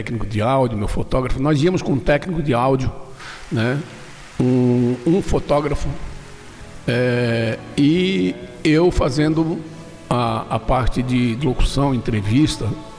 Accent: Brazil; Lógico que nós somos brasileiros

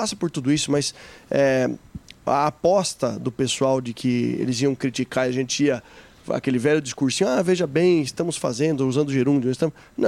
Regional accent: Sorocaba, São Paulo, Brazil; Sabe que eu sou sorocabano, né?

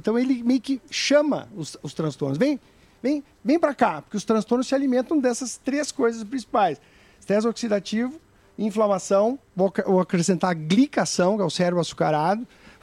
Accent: Rio Grande do Sul, Brazil; Sou gaúcho.

